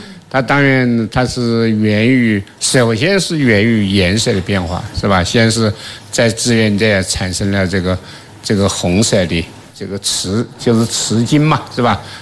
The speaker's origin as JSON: {"language": "Chinese", "country": "China"}